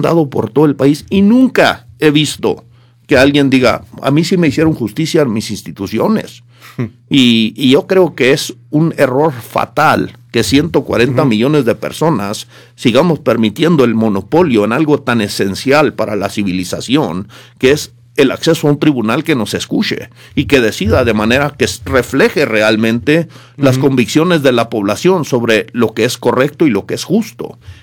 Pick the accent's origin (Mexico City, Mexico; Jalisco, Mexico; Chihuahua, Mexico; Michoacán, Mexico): Chihuahua, Mexico; born there